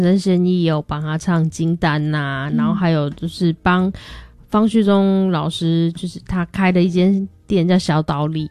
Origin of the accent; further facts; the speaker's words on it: Taipei, Taiwan; 我出生的地方是在万华西门町